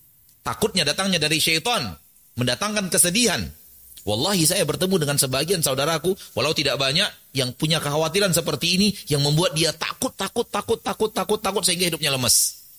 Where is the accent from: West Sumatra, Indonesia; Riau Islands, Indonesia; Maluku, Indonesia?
West Sumatra, Indonesia; Padang; dalam bahasa kami orang Padang